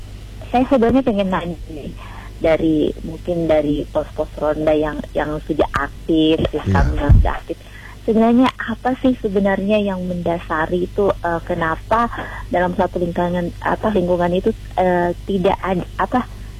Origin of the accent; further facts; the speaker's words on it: Surakarta, Central Java, Indonesia; Saya sebenarnya baru datang kemarin dari ini ya. Saya dari Solo Mas Rudi.